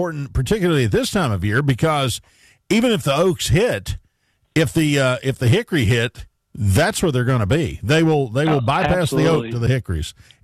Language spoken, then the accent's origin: English; Virginia, United States; when I was growing up in Virginia, their season always opened on September 15th.